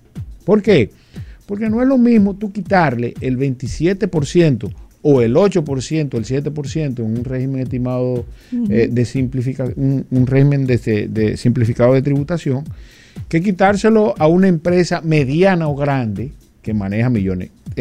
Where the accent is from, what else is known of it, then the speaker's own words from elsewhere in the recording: Dominican Republic; en un sistema tributario como el dominicano, donde habemos 11 millones de ciudadanos, no es un país relativamente grande